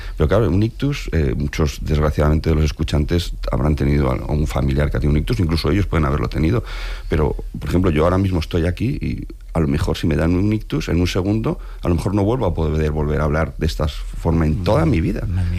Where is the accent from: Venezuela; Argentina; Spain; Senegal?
Spain; Soy muy español en esto.